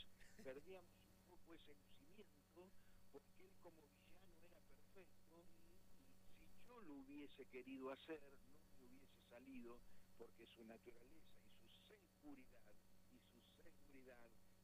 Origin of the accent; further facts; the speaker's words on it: Mercedes, Buenos Aires Province, Argentina; Yo soy de Mercedes, Buenos Aires, 100 kilómetros al oeste de Buenos Aires. Yo tenía 14 años